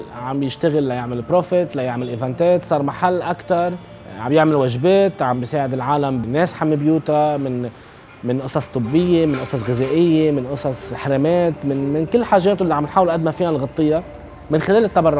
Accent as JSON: {"language": "Arabic", "town": "Beirut", "region": "Beirut Governorate", "country": "Lebanon", "moved": "yes", "lives_now": "Beirut, Lebanon", "said": "انا فعليا من بيروت وكنت عايش برات لبنان"}